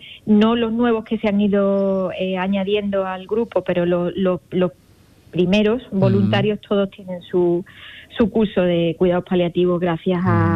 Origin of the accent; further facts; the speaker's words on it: Cádiz, Andalusia, Spain; somos de Cádiz